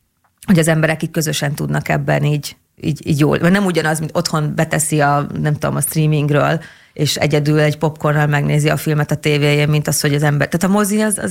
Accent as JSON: {"language": "Hungarian", "town": "Fehérgyarmat", "region": "Szabolcs-Szatmár-Bereg", "country": "Hungary", "tie": "born there", "said": "Hát kezdjük az elejéről, Fehérgyarmaton születtem."}